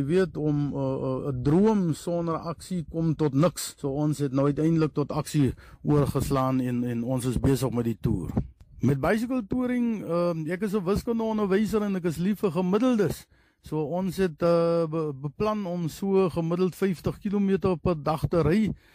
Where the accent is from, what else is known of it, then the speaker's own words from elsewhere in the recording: Worcester, Western Cape, South Africa; Ons is almal daar van Woester, en ons het ten spyte van ons verskille van verskillende kulture, kom ons verskillende ras, verskillende gewoontes